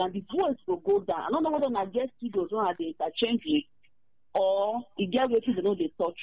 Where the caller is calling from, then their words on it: Aba, Abia, Nigeria; from Abba.